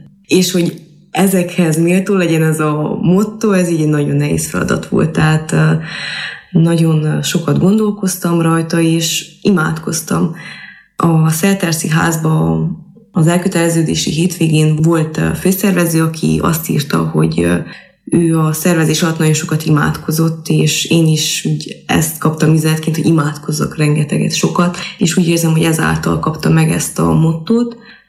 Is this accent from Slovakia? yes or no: no; Miercurea Ciuc, Harghita, Romania; now in Târgu Mureș, Romania; Amúgy csíkszeredai vagyok, de most Vásárhelyen élek